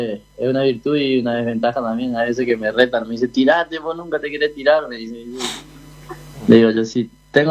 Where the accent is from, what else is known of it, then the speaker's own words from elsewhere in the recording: Fontana, Chaco, Argentina; moved away as an adult; now in Paraguay; Soy de Argentina, de Chaco, una localidad que se llama Fontana.